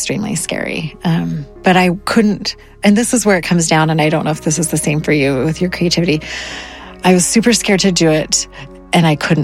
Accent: Utah, United States; We went to Iceland and we're from Utah, so we were dumb.

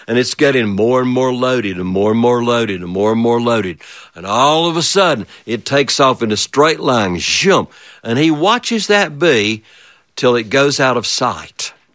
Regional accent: North Carolina, United States; When I was a little boy, I grew up in the Smoky Mountains in North Carolina.

